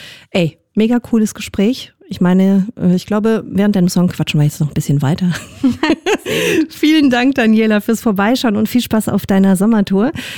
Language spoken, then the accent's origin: German; Luxembourg; ich bin in Luxemburg aufgewachsen und Berlin ist so viel anders.